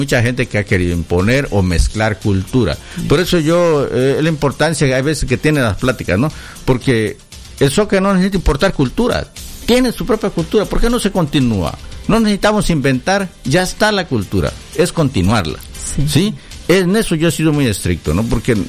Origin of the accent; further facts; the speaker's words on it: Tuxtla Gutiérrez, Chiapas, Mexico; yo soy de Tuxtla, ¿no? Soy de Chiapa.